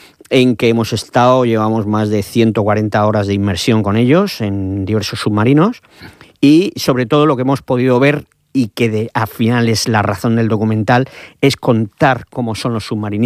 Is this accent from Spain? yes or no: yes; Cartagena, Region of Murcia, Spain; como murcianos y como y sobre todo los de Cartagena